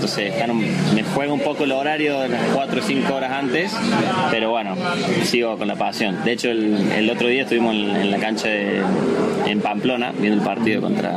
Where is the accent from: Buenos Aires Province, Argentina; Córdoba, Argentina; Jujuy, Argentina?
Córdoba, Argentina; born there; Exactamente, de Talleres de Córdoba, de mi ciudad natal.